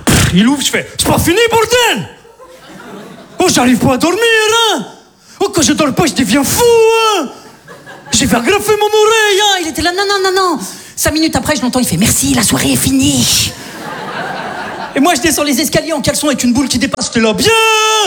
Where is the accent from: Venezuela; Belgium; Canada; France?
France; Saint-Étienne, Auvergne-Rhône-Alpes; Moi, je viens de Saint-Étienne. Globalement, chez nous, t'as faim, tu prends une arbalète, tu vas chasser, ça s'arrête là, quoi.